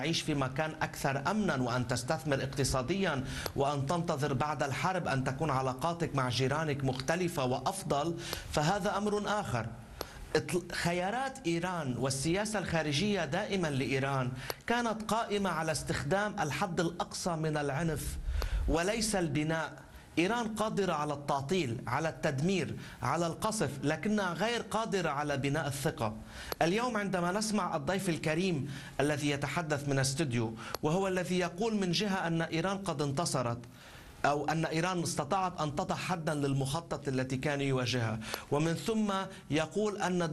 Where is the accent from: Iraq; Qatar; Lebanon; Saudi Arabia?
Lebanon; وأتحدث كلبناني أنا هنا